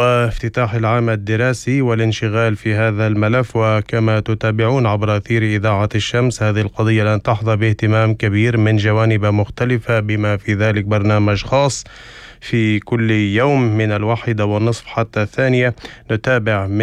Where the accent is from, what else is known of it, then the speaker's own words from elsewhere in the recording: Palestine; ونحن كفلسطينيين هو الهدف بالنسبة للكثيرين